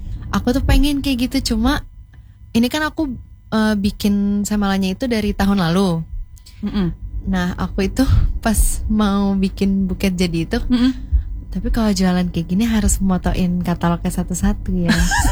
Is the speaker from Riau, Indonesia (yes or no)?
no; Bekasi, West Java, Indonesia; Bukan. Mana? Aku asli Bekasi.